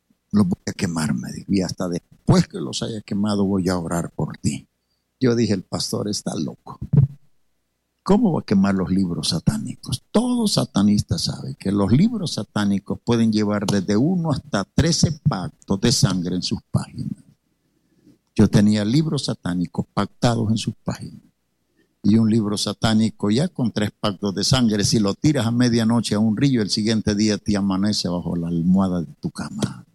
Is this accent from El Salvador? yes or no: yes; El Salvador; moved away; ¿Hay algún salvadoreño aquí o no? ¿Conoce algo de mi país?